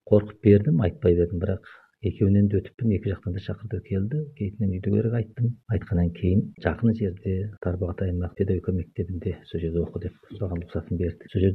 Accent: Shagantogay, Xinjiang, China; Біздің үй мынау Шағантоғай мәдениет үйінің іргесінде болды да

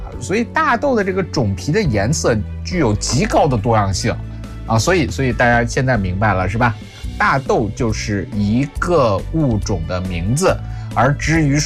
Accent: China; 我们中国人

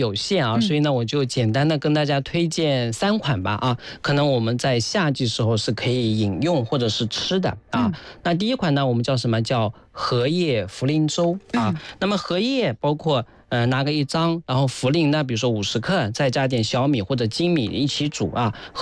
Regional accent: China

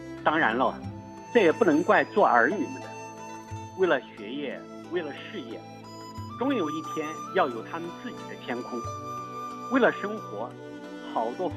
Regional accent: China; 我们中国人不能将月亮从精神世界里赶出去

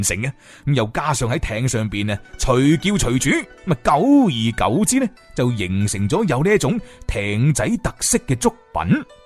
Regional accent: Guangzhou, Guangdong, China; 我哋广州人呢，就将即係普语当中嘅癞蛤蟆啊，即係癞蛤蟆叫做琴佢咁样嘅。

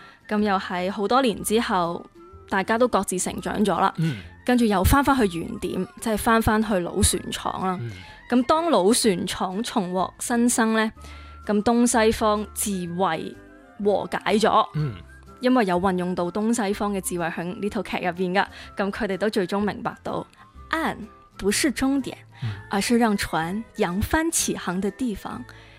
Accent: Macau; 我都是澳门人

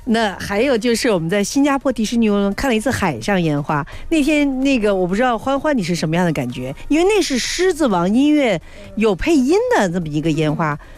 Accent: Beijing, China; moved away; 我差不多每一次回北京，我是北京人啊

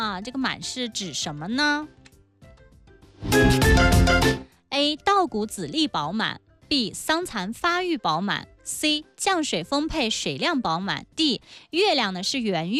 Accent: China; 我们中国人

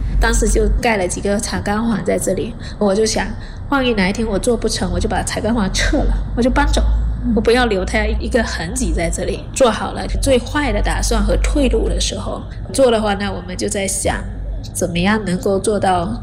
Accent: Fujian, China; moved away as an adult; now in Tengger Desert, China; 而且我从福建来的

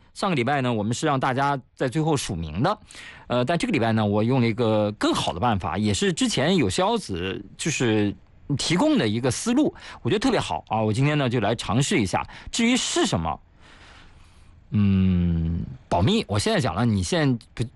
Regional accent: Shanxi, China; now in Anhui, China; 正宗我老家的山西老陈醋

